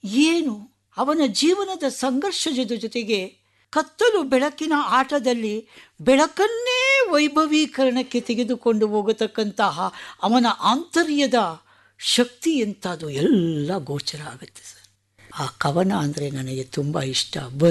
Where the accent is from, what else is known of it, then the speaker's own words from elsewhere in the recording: Bengaluru, Karnataka, India; ನಾನು ಬೆಂಗಳೂರು ಸಾರ್ ಅಂದೆ.